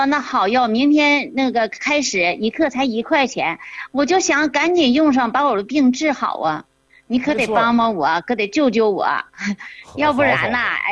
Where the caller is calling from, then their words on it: Harbin, Heilongjiang, China; 曾老师，哎呀，我可着急了，我是哈尔滨的